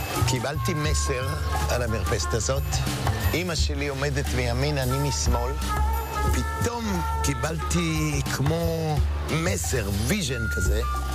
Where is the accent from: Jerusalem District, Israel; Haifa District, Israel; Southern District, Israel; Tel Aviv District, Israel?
Tel Aviv District, Israel; Givatayim; אני נולדתי בצפון תל אביב וגדלתי בגבעתיים